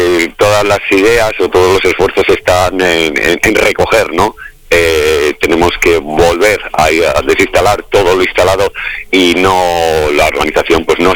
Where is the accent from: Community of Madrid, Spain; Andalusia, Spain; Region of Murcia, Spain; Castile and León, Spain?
Castile and León, Spain; porque somos castellanos y leoneses.